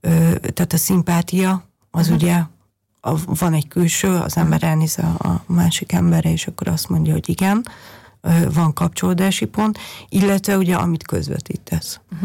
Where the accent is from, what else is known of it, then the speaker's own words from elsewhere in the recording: Budapest, Hungary; also born or lived in Vienna / Germany; now in Steyr, Austria; furcsa pestiként ezt mondani, de ugye 9 évvel ezelőtt pedig kikerültünk egy kis faluba Németországba.